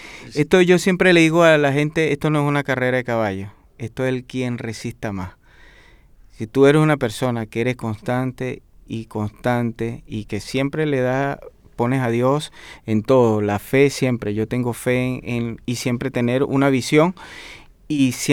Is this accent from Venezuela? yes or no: yes; Venezuela; moved away as an adult; now in Chile; Yo vine de Venezuela por situación de mi país